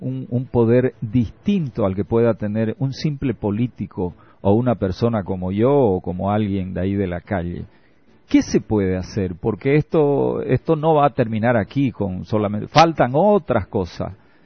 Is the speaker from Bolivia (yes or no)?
yes; Bolivia; Nosotros somos bolivianos.